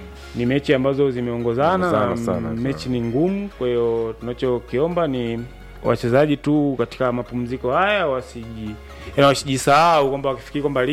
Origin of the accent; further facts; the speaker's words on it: Tanzania; sisi ni wa Tanzania